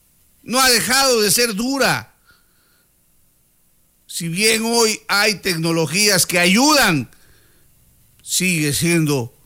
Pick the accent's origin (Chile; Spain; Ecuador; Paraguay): Ecuador; Zaruma, El Oro; moved away; siempre me sentí con el pecho hinchado de orgullo de ser Chazo, de ser sarumeño, de ser orense, de no negar mi tierra.